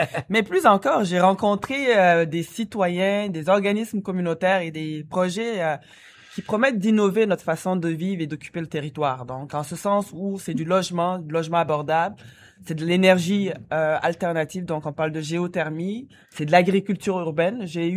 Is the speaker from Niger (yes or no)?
yes; Niger; moved away as an adult; also born or lived in Senegal / Côte d'Ivoire; now in Canada; Je viens du Niger. Mais en fait, j'ai plusieurs origines. Là, depuis 35 ans, je suis québécoise, mais avant ça, je viens du Niger. Je suis née au Sénégal. J'ai grandi entre la Côte d'Ivoire et le Niger.